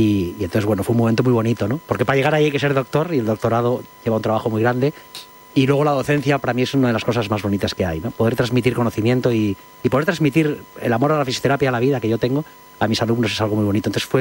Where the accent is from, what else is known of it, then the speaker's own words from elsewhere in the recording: Community of Madrid, Spain; Curiosamente, Sara es gallega, yo soy madrileño